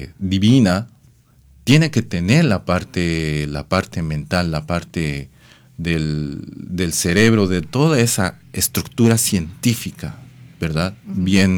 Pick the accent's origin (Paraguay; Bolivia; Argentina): Bolivia; now in Uruguay; Yo salí de Bolivia hace un año exactamente.